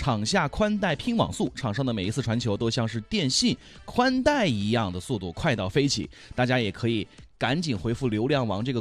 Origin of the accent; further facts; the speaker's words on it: Hunan, China; 当然对于咱们湖南人来说呢，对于世界杯的关注并不是每一个人，但是对于湘超绝对是家家户户